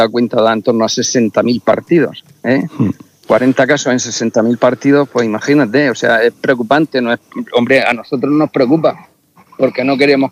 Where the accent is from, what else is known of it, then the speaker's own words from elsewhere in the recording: Totana, Region of Murcia, Spain; yo soy de Totana